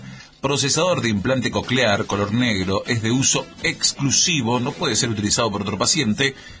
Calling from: Rama Caída, Mendoza, Argentina; Un saludo a la chica Malargue

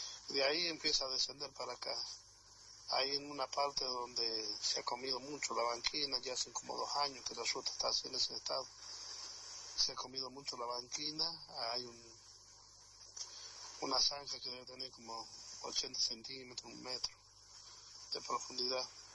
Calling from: Huaco, San Juan, Argentina; Soy un vecino de Guaco

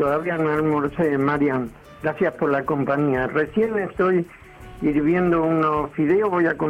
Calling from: Munro, Buenos Aires Province, Argentina

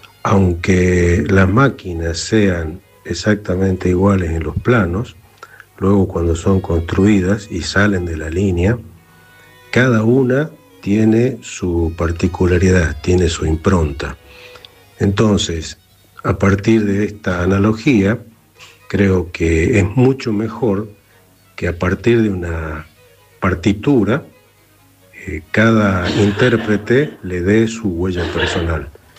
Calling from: Ramos Mejía, Buenos Aires Province, Argentina; de Ramos Mejía.

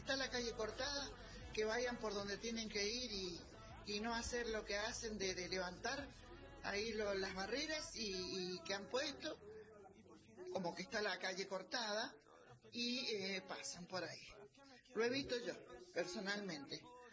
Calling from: San Rafael, Mendoza, Argentina; Bueno, yo, por ejemplo, vivo en Las Paredes.

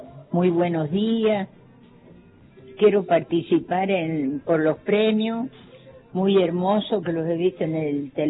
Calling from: Argentina; Soy de las Malvinas.

